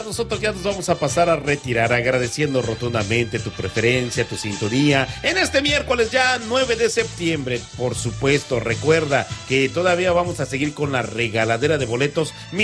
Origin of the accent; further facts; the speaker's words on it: Mexico; para nosotros como mexicanos